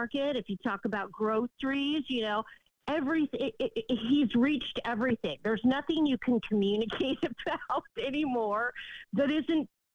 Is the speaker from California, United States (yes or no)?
yes; California, United States; I'm from the Bay Area, your old stomping ground.